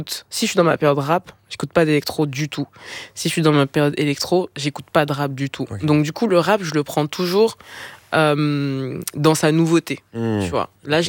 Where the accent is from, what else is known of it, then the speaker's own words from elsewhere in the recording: south of France, France; je suis une sudiste, donc on y est tous un peu passés